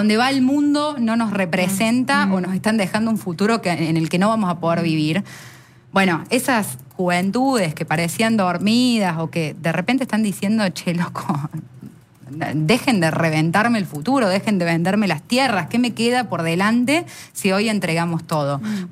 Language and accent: Spanish; Argentina